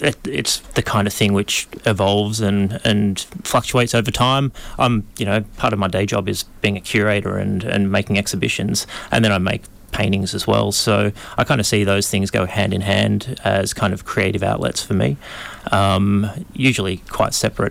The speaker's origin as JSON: {"language": "English", "town": "Melbourne", "region": "Victoria", "country": "Australia", "moved": "yes", "lives_now": "Sunshine Coast, Australia", "said": "I'm from Melbourne originally."}